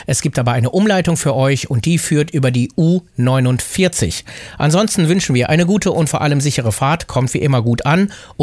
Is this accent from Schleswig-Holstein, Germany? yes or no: no; Hamburg, Germany; Hamburg an der Elbe, meine alte Heimat, trocken 21 Grad